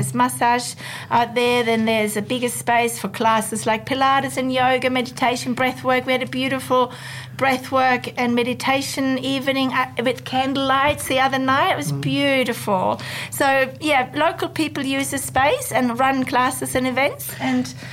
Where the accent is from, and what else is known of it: Germany; accent: German; English is a second language; moved away